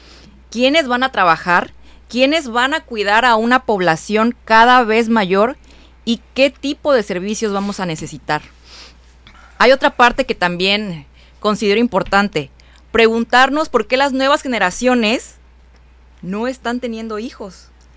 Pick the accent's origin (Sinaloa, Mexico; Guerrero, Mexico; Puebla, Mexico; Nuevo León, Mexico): Guerrero, Mexico